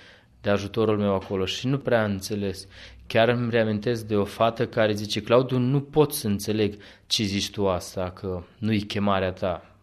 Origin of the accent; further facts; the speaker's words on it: Romania; now in Madrid, Spain; biserica în care am crescut în România